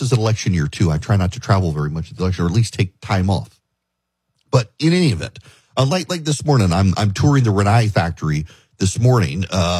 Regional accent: Dubai, United Arab Emirates; So I grew up in Dubai. When I was a kid, you could make a phone call from Dubai to Tel Aviv.

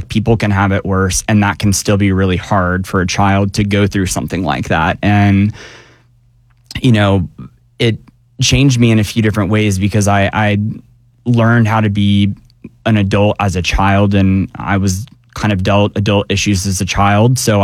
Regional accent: Marietta, Georgia, United States; I grew up in Marietta, Georgia.

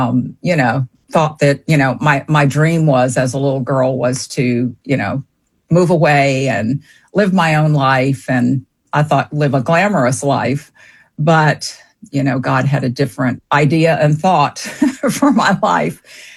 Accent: Savannah, Georgia, United States; born or raised there

